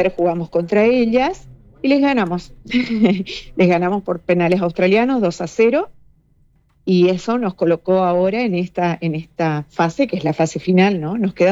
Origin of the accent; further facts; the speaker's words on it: Corrientes, Argentina; Soy la única correntina en esta categoría.